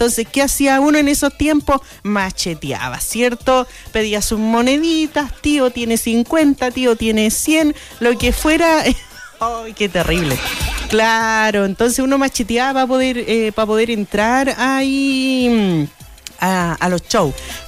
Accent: Temuco, Araucanía, Chile; moved away; also born or lived in Lautaro; yo viví muchos años de mi infancia, de mi adolescencia allá en Temuco, Lautaro, por ahí la novena región

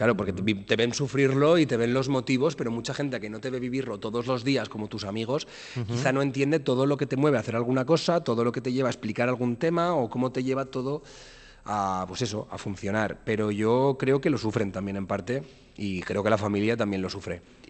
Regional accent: Aragon, Spain; ya estoy en el país

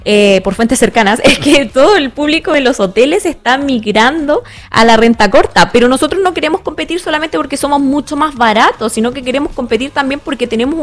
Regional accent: Chile; los turistas nos hacen bien como chilenos.

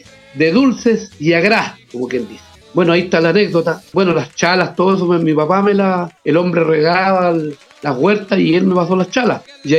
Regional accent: Monte Águila, Biobío, Chile; yo tenía que ser mi pueblo, Monte Águila, así que de ahí nace como en representación al pueblo de Monte Águila, Monte Aguilino.

